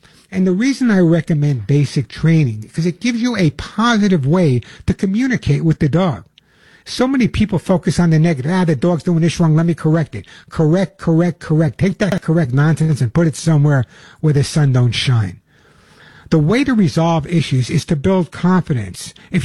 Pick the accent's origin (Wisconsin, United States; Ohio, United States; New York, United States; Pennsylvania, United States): New York, United States; but I grew up on Long Island. You can never tell, right? I have no accent. Long Island, I said it.